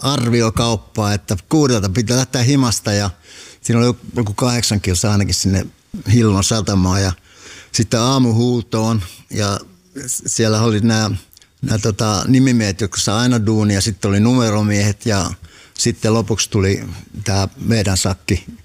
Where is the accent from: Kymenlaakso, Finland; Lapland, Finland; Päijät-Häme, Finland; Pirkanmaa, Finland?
Kymenlaakso, Finland; Hamina; mä oon niinku tosi iloinen, että olen syntynyt Haminassa. Tietenkin mun vanhemmat oli evakoita, että se vähän kyllä se Viipurikin oli siellä niinku taustalla